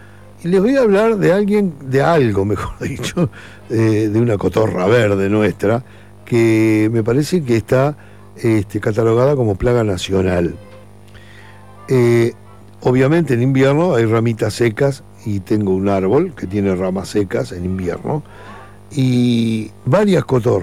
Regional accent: Uruguay; born there; Sí, yo nací acá en el Uruguay, acá, a 2 cuadras de la plaza, a 1 cuadra de la plaza.

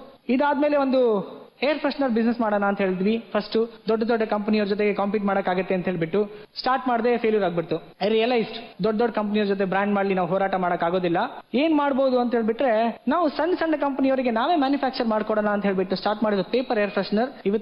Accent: Mandagadde, Karnataka, India; born there; ನಾನು ಸಣ್ಣ ಹಳ್ಳಿಯಿಂದ ಬಂದವನು, ತೀರ್ಥಹಳ್ಳಿ ತಾಲೂಕು ಮಂಡಗದ್ದೆ ಅಂತ.

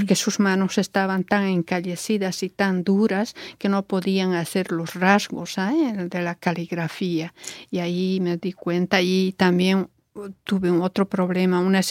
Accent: Bolivia; Vengo de Bolivia, soy profesora. Trabajé 2 años en en las provincias en mi país

